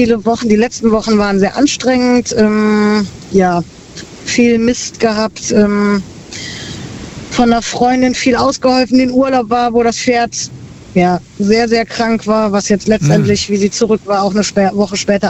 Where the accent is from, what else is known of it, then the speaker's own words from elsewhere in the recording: Euskirchen, North Rhine-Westphalia, Germany; Ja, das sind wir aus Euskirchen.